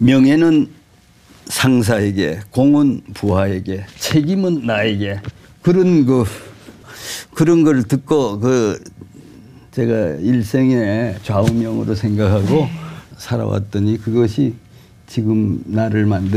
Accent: Taebaek, Gangwon, South Korea; moved away as an adult; also born or lived in Seoul; 제 고향은 강원도라고 그러는 거죠. 태백이라고. 단광촌에서 태어나서 거기서 초중고 다 나오고

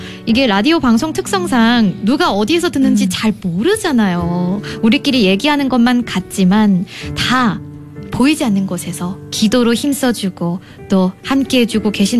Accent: North Jeolla, South Korea; 제 고향이 전북이라서 더 마음이 좋네요.

